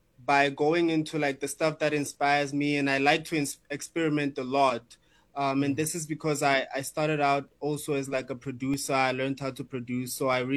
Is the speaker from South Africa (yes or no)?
yes; Bethlehem, Free State, South Africa; now in Johannesburg, South Africa; So I came from Bethlehem, like in the Free State, and I had recently just moved to Joburg.